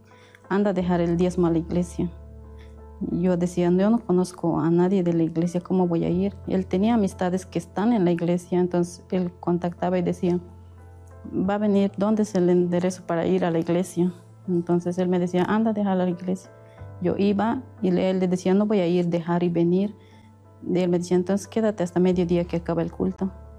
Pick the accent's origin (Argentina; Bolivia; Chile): Bolivia; tengo 29 años, soy de Bolivia.